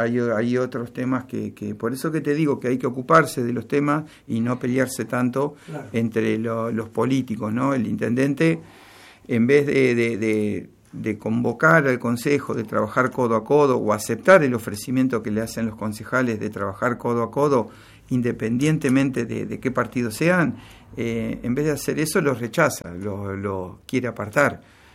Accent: Necochea, Buenos Aires Province, Argentina; Yo soy del Partido Peronista, soy el presidente del Partido Justicialista, pero sobre todo soy necochense, ¿no? Soy habitante del distrito.

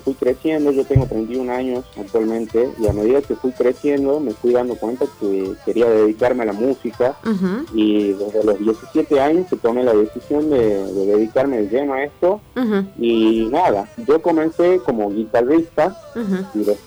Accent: Lules, Tucumán, Argentina; yo soy de Lule.

